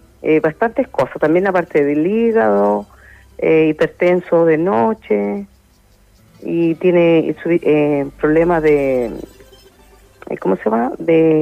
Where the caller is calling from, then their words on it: Santiago, Santiago Metropolitan Region, Chile; De Cerro Navia.